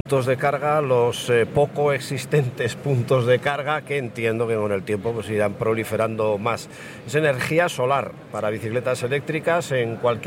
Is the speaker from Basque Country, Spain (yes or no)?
yes; San Sebastián, Basque Country, Spain; Y de donde yo soy, San Sebastián, Guipúzcoa, pues claro, ya llega una edad que uno no está para cuestas.